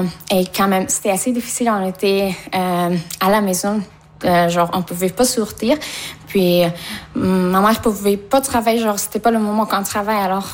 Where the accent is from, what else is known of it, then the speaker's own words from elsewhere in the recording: Afghanistan; now in Canada; Je viens de l'Afghanistan, ça fait à peu près 5 ans que je suis au Canada, depuis 2021. Puis ça fait à peu près un mois que je suis canadienne, j'ai reçu ma citoyenneté.